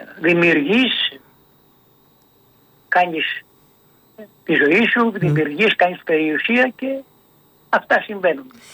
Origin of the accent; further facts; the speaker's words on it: Trizonia, Central Greece, Greece; moved away; Εγώ κατάγομαι από τα Τριζόνια, το νησάκι.